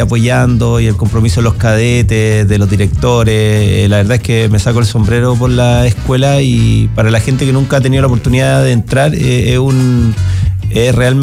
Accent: Viña del Mar, Valparaíso, Chile; Yo soy de Viña.

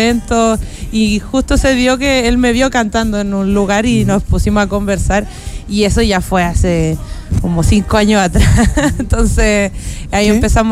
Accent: Viña del Mar, Valparaíso, Chile; born there; yo soy de acá, nací en Viña del Mar.

